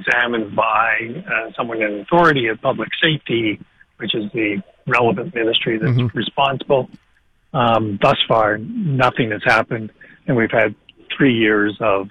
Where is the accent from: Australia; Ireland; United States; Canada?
Canada